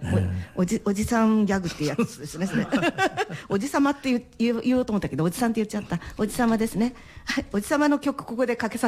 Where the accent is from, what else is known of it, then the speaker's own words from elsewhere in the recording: Akita, Japan; moved away; 私秋田出身なんですけど、